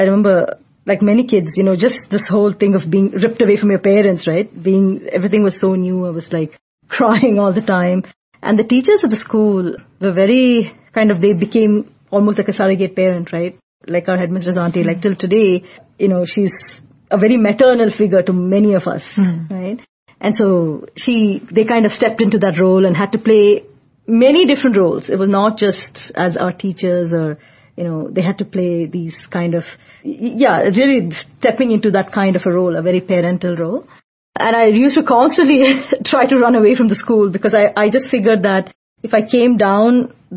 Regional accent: Canada; born there; first language Tamil; English is a second language

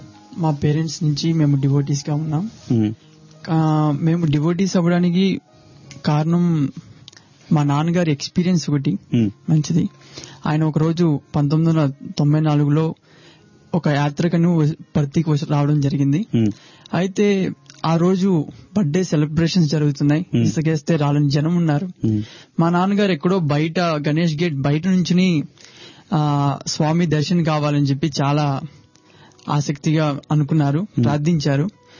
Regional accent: Hanuman Junction, Andhra Pradesh, India; నేను హనుమాన్ జంక్షన్ కృష్ణా జిల్లా నుంచి వచ్చాను.

